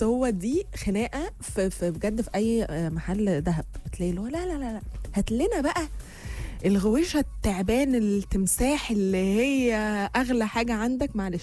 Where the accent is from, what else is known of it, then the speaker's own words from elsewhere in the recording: Egypt; عندنا في مصر